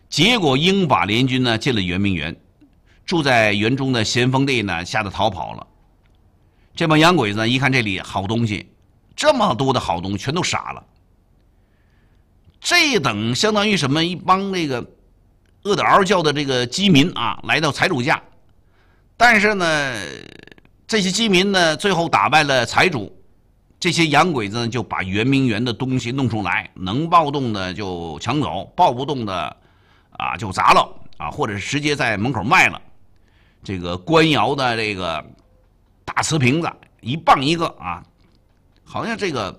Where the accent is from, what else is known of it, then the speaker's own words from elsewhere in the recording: China; 我们中国人